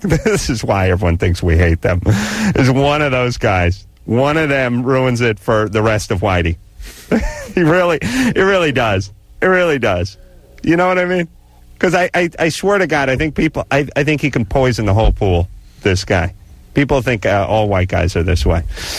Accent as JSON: {"language": "English", "town": "North Hollywood", "region": "California", "country": "United States", "said": "Listen, I'm a white guy. I'm from North Hollywood."}